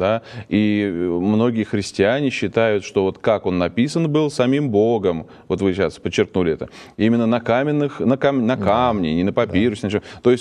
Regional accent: Russia; born there; Мы родились в России, Бог даст в России и помрем.

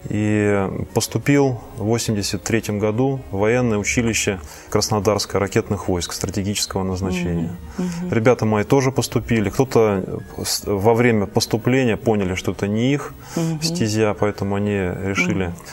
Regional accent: Volgograd, Volgograd Oblast, Russia; moved away as an adult; Я сам родом из Волгограда, прожил там до 17 лет.

